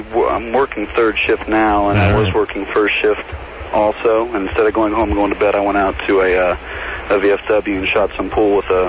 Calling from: Dayton, Ohio, United States; I'm from Dayton, Ohio, and I work with a bunch of guys.

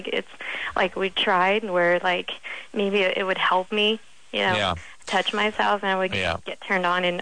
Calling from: National City, California, United States

